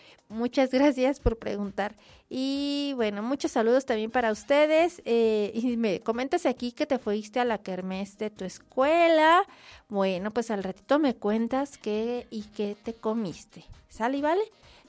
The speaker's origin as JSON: {"language": "Spanish", "country": "Mexico", "said": "a festejar que somos mexicanos y que tenemos un hermoso país."}